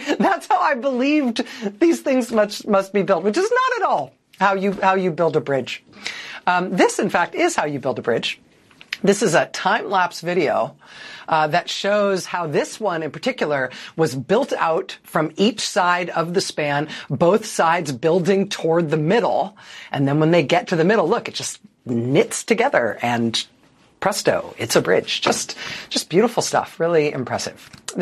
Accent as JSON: {"language": "English", "region": "California", "country": "United States", "tie": "born or raised there", "said": "I grew up in the East Bay in Northern California when I was a little kid."}